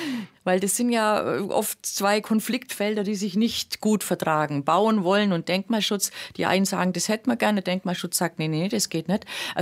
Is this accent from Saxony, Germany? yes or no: no; Kempten, Bavaria, Germany; in der Textilindustrie in meiner Heimatstadt in Kempten